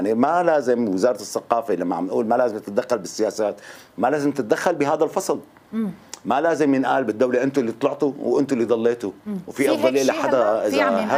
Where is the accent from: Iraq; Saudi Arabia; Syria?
Syria; نحن كنا سوريين، والتجربة السورية هي تجربة حرب، وهي تجربة دكتاتور، وهي تجربة البلم، وهي تجربة المنافي، وهي تجربة الإعادة بالداخل، وهي تجربة النزوح. نحن كلياتنا تجربة سورية